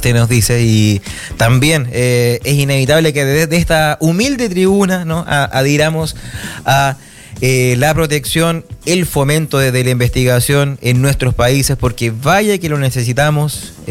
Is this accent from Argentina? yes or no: no; Valdivia, Los Ríos, Chile; born there; me encanta el invierno, nací en Valdivia, así que, bueno, claro